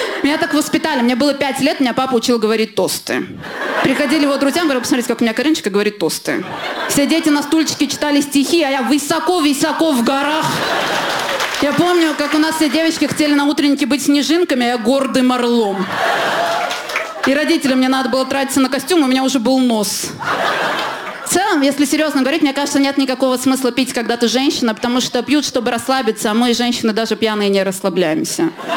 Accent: Russia; у нас, у женщин в России

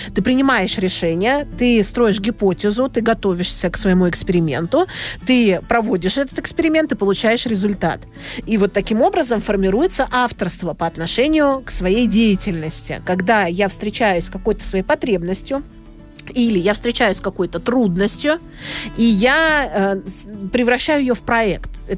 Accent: Vladivostok, Primorsky Krai, Russia; я запросто вижу, как это могло даже вот произойти в моем родном городе Владивостоке.

